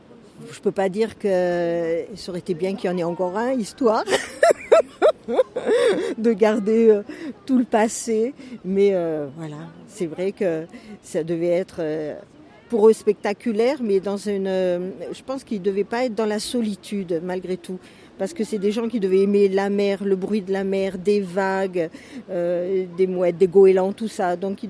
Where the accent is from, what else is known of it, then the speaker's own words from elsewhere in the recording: Le Mans, Pays de la Loire, France; born there; now in Draguignan, France; quand j'étais enfant, j'habitais au Mans